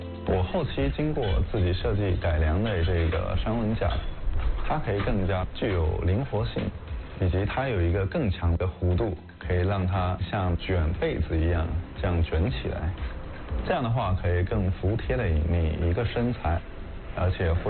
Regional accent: Quanzhou, Fujian, China

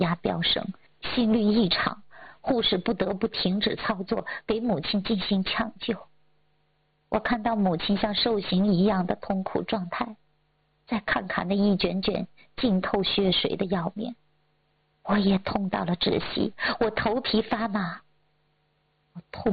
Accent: China; 都说我们中国人讲究落叶归根，人走的时候在家里要走

